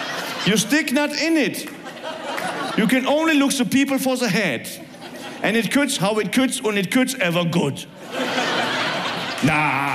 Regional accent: Cologne, North Rhine-Westphalia, Germany; Ich bin in Köln-Nippes aufgewachsen.

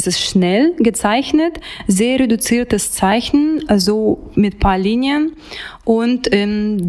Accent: Vladivostok, Primorsky Krai, Russia; moved away as an adult; now in Braunschweig, Germany; Ich komme ursprünglich aus Vladivostok, das ist Fernosten des Russlands, und dort habe ich Kunstmalerei studiert und seitdem bleibe ich künstlerisch tätig. Ich bin 2014 nach Deutschland gekommen und auch gleich nach Braunschweig

